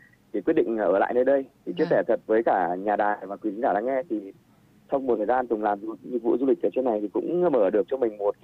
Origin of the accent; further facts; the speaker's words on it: Ha Giang, Vietnam; Em thì em quê gốc em ở Hà Giang.